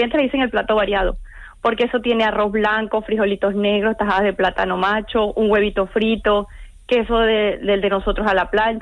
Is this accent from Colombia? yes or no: no; Venezuela; now in Tomares, Spain; Sí, sí, somos venezolanos. Los dos somos venezolanos.